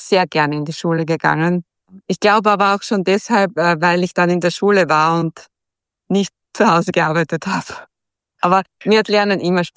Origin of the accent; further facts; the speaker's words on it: Groß Klein, Styria, Austria; ich bin in einem Dorf aufgewachsen am Land. Das hieß Groß-Klein.